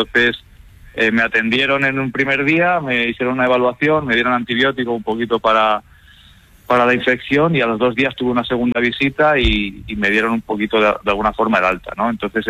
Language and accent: Spanish; Zamora, Castile and León, Spain; now in Barcelona, Spain